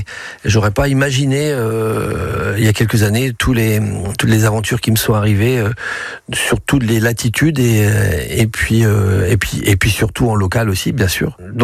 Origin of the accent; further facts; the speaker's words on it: Brittany, France; avant de revenir chez moi dans le Trégor, dans ma campagne, dans ma forêt.